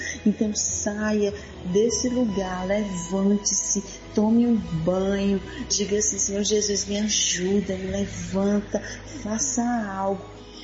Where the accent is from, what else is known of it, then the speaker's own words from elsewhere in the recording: Fortaleza, Ceará, Brazil; sou aqui de Fortaleza, Ceará.